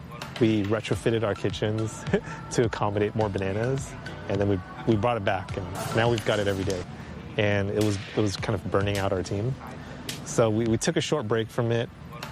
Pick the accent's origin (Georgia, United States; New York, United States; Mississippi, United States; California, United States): California, United States; San Francisco; So, born and raised in San Francisco, lived there for most of my life, and my wife Kathy is from San Jose.